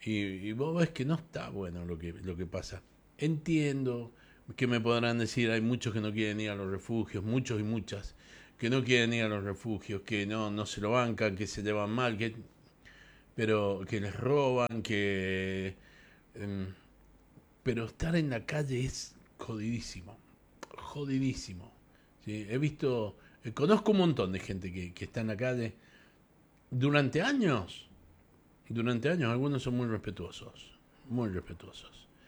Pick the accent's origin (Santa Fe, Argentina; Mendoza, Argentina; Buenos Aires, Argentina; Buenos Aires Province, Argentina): Mendoza, Argentina; Desde hace tiempo, veo, como cualquier mendocino, la cantidad de gente que duerme en la calle, loco.